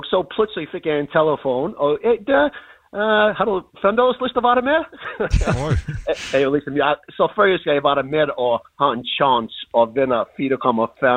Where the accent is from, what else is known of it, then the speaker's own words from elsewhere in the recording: Bergen, Vestland, Norway; jeg kommer fra Bergen